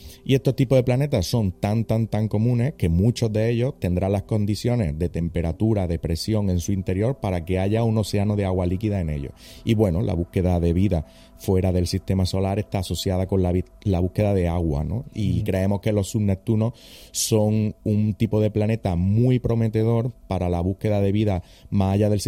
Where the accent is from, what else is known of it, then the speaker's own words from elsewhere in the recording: Andalusia, Spain; poder hacerlo en mi tierra, en Andalucía